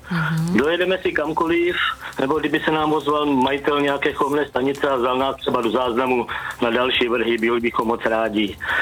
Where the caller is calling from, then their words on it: Dvůr Králové nad Labem, Hradec Králové Region, Czechia; Jsme ze Dvora Králové